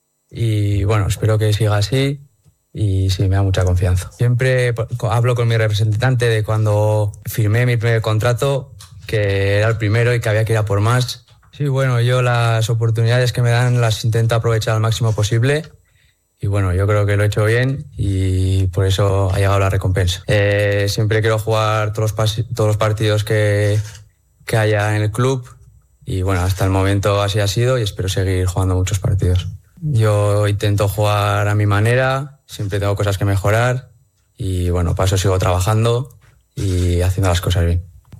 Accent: Navarre, Spain; para cualquier navarro es un sueño representar al club de tu tierra

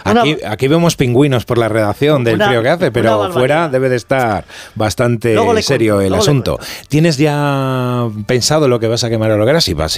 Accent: El Bierzo, Castile and León, Spain; now in San Sebastián de los Reyes, Spain; Esto es muy de allí de mi tierra, del Bierzo.

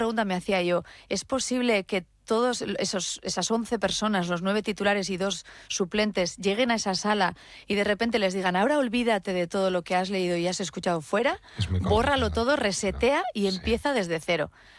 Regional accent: Legazpi, Basque Country, Spain; El miércoles presenté en Donosti, el jueves en mi pueblo, en Legazpi.

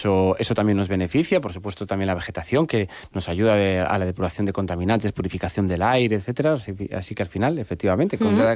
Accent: Galicia, Spain; Al final, Galicia es amplia y tiene, se enriquece mucho un poco de, oye, pues en mi pueblo cogemos esta también

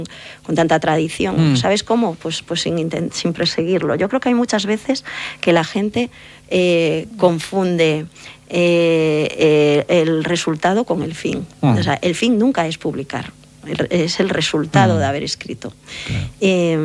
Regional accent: Galicia, Spain; soy gallega. Ya estoy en una edad en que puedo decir que soy una señora

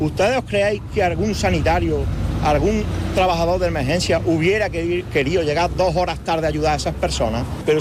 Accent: Adamuz, Andalusia, Spain

